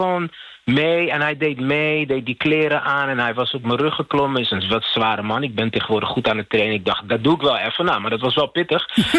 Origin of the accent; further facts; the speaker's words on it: Rotterdam, South Holland, Netherlands; born there; Ik ben in Rotterdam geboren. Op jonge leeftijd wel al naar Kaapverdië geweest.